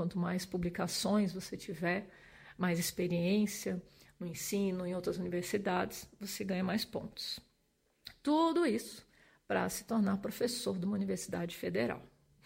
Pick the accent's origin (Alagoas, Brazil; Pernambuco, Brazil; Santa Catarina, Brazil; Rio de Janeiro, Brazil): Santa Catarina, Brazil; eu fiz lá na Universidade Federal de Santa Catarina, porque eu sou catarinense